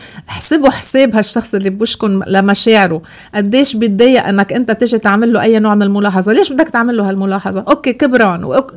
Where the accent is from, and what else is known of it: Lebanon